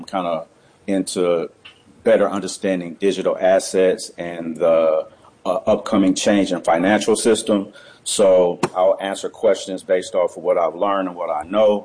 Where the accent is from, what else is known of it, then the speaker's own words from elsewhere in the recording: Cleveland, Ohio, United States; I'm born and raised in Cleveland, Ohio.